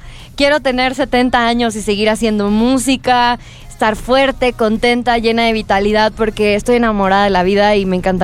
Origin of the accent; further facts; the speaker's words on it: Monterrey, Nuevo León, Mexico; moved away as an adult; now in Mexico City, Mexico; Yo soy de Monterrey.